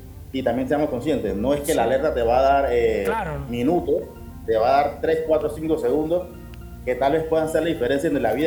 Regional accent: Panama

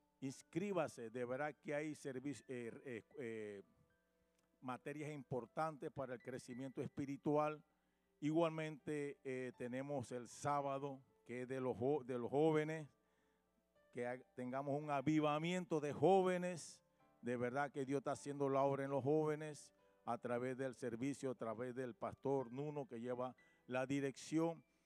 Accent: Panama; Panamá es de Cristo, Padre, la sangre de Jesucristo está en nuestro país

